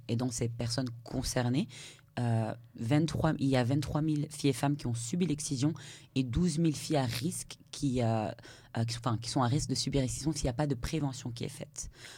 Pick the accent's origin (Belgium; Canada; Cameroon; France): Belgium; Moi, par exemple, je suis née, j'ai grandi en Belgique.